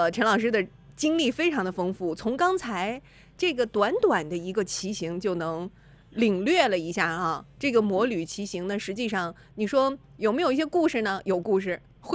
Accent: Shandong, China; 至少能把咱们山东人的那个精神风貌带到了银川，对吧？

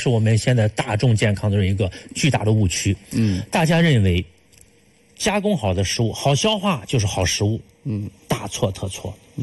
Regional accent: China; 我们中国人

